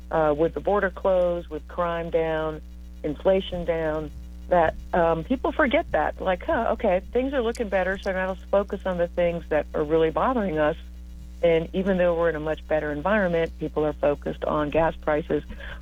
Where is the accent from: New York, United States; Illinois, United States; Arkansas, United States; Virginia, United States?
Virginia, United States; Waynesboro; moved away as an adult; now in North Carolina, United States; I grew up in the Shenandoah Valley on a cattle farm called Deep Meadows Farm up in on the outskirts of Waynesboro.